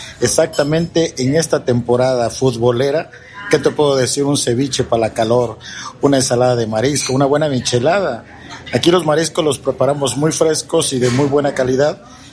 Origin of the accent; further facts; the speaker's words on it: Veracruz, Mexico; Y pues como buenos jarochos, el mondongazo del domingo.